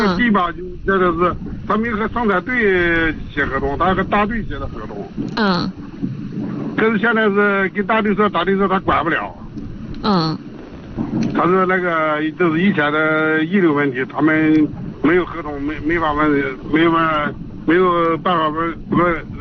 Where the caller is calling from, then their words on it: Wenxi, Shanxi, China; 我是文企的。